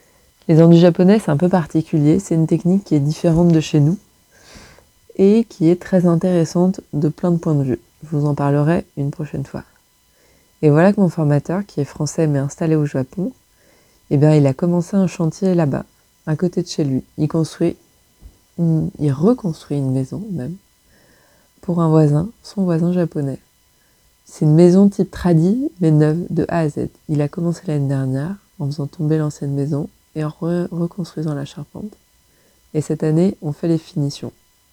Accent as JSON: {"language": "French", "region": "Brittany", "country": "France", "tie": "born or raised there", "moved": "yes", "lives_now": "Ambert, France", "said": "Je suis originaire de Bretagne, en attestent les plaquettes de beurre demi-sel présentes dans le frigo en nombre, vous pouvez demander confirmation à mes colocs. Et j'habite à Amber depuis le printemps 2019"}